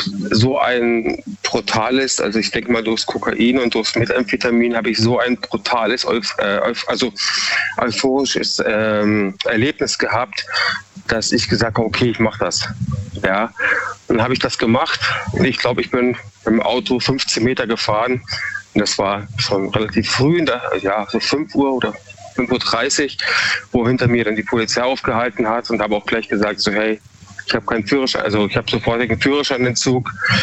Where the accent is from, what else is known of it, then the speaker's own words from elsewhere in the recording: Freiburg, Baden-Württemberg, Germany; Ich bin aus Freiburg.